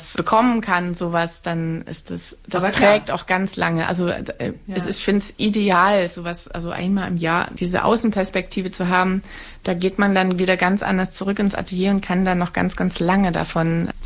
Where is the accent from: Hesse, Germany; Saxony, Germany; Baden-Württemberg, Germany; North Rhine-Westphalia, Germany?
Saxony, Germany; born or raised there